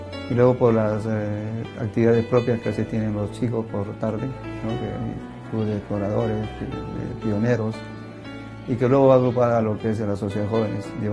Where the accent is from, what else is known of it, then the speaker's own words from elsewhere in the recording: Peru; now in Madrid, Spain; Soy oriundo del Perú, llegué el año 93 aquí a España